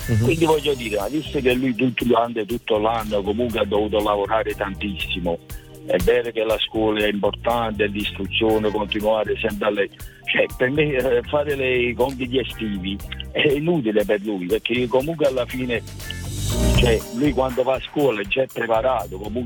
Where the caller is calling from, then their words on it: Naples, Campania, Italy; Allora, io chiamo da Napoli, adesso mi sono fermato per andare al lavoro